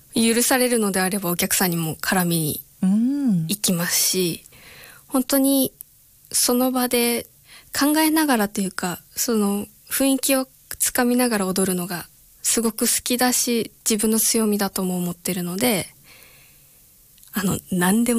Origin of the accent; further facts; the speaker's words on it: Iwaki, Fukushima, Japan; そのいわきで広げるっていうのがもう去年から、自分のクラスができてからやっと自分の地元をこうしたいとか、地元で何できるかなっていう目線になったので